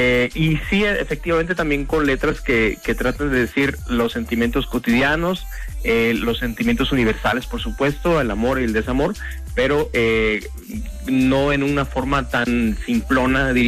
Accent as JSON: {"language": "Spanish", "town": "Guadalajara", "region": "Jalisco", "country": "Mexico", "tie": "born or raised there", "also_born_or_lived": "Mexico City", "said": "yo soy de Guadalajara. Nací en la capital del país, nací en la Ciudad de México. Sin embargo, mucha parte de mi vida, más bien toda, ¿no?, desde bebé"}